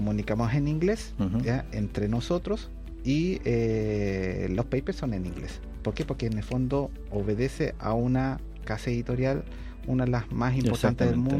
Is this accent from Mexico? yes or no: no; Chile; Generalmente, por ejemplo, si yo vengo de Chile, ¿no es cierto?, el otro par revisor lo más probable que sea de Asia.